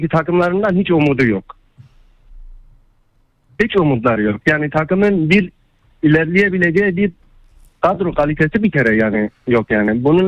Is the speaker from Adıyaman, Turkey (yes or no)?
yes; Adıyaman, Turkey; ben Galatasaray taraftarıyım. Ayrıca da Adıyamanlıyım.